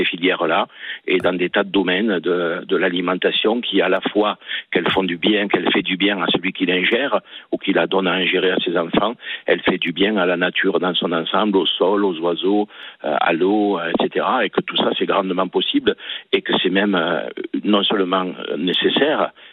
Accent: Fontvieille, Provence-Alpes-Côte d'Azur, France; born there; Je suis né à Fontvieille, dans les Bouches-du-Rhône, qui est un petit village éminemment connu pour son moulin, qu'on appelle Moulin de Daudet, puisque Daudet l'a fait grandement connaître.

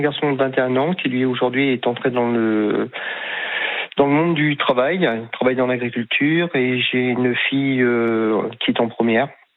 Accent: Cherbourg, Normandy, France; je suis de Normandie, exactement à Cherbourg.

